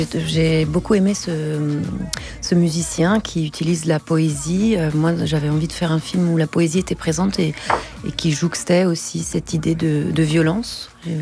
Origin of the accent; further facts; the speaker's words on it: Grand Est, France; born there; j'ai grandi dans la Marne